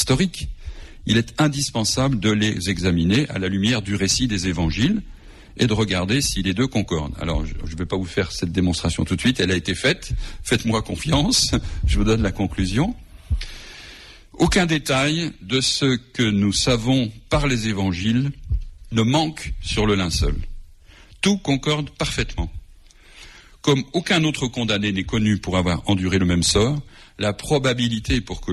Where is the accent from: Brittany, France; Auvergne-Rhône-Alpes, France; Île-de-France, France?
Auvergne-Rhône-Alpes, France; Lyon